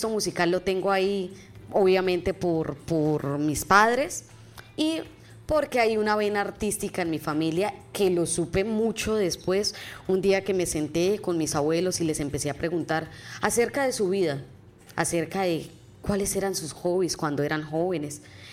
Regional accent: Boyacá, Colombia; soy boyacense y allá pues lo que más se ve es uno tener siempre su ruana, su sombrero, un traje totalmente diferente

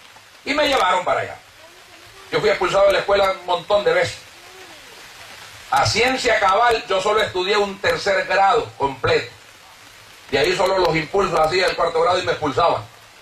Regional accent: Namasigüe, Choluteca, Honduras; born there; Yo soy hijo de padre salvadoreño. Nacido en Namasigo, en Choluteca, Honduras. Soy catracho de nacimiento.

